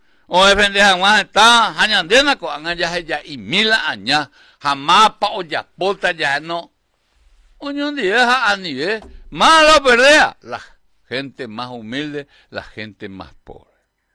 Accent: Paraguay; Y hoy podemos decir, somos paraguayos.

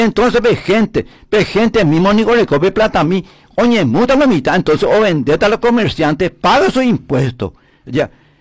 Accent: Paraguay; acá no tenemos que pensar un poco como paraguayo humanitariamente

